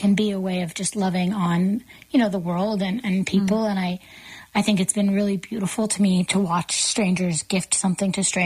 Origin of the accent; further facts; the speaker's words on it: East Coast, United States; I'm from the East Coast and things like that.